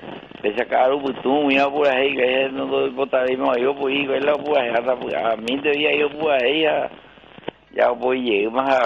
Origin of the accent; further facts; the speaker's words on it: San José de los Arroyos, Caaguazú, Paraguay; also born or lived in Villarrica; Sí, señor … de, somos de San José de los Arroyos